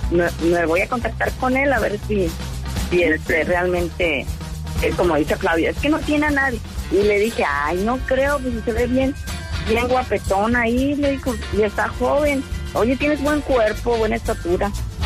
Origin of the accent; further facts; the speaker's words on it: Monterrey, Nuevo León, Mexico; te doy mi palabra, así como buena regia